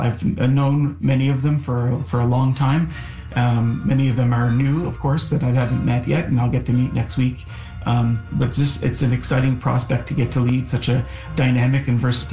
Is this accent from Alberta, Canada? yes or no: no; Nova Scotia, Canada; and I was growing up in Nova Scotia in Cape Breton, and I had joined the Nova Scotia Youth Orchestra at age 15